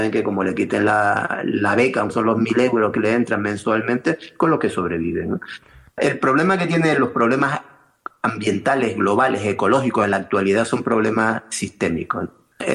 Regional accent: Tenerife, Canary Islands, Spain; also born or lived in Fuerteventura; yo me fui a Fuerteventura, yo soy de Tenerife, pero me fui a trabajar a Fuerteventura en 1977

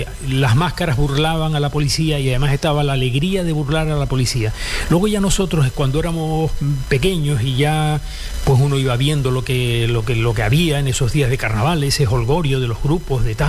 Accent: Santa Cruz de Tenerife, Canary Islands, Spain; yo estudié en el colegio público del barrio, yo soy del Monturrio, del Duji. Monturrio, claro.

